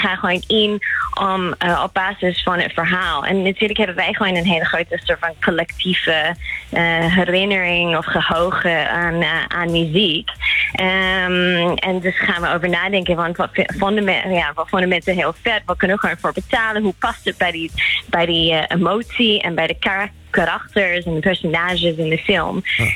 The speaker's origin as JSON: {"language": "Dutch", "country": "Australia", "second_language": "Dutch", "said": "Nee, ik kom uit Australië."}